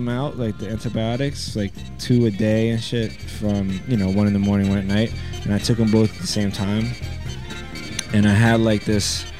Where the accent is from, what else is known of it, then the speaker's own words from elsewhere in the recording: New York City, New York, United States; like I'm a New Yorker. I'm comfortable in most spaces, public space.